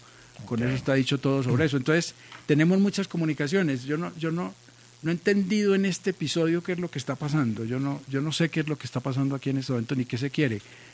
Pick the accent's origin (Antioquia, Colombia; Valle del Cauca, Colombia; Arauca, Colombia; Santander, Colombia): Antioquia, Colombia; Medellín; Este fin de semana estuve en Medellín, en mi tierra, y la, los mismos que me acompañaban decían, esto no se ve.